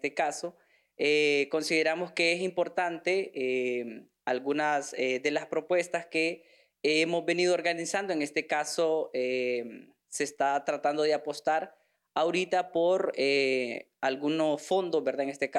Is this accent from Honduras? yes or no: yes; Honduras; en Honduras tenemos un porcentaje amplio, ¿verdad?, de población joven